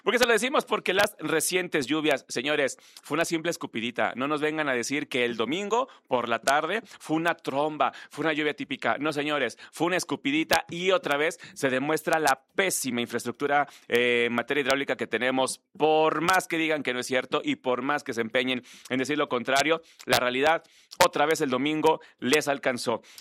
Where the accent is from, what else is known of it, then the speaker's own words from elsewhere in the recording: Mexico; somos mexicanos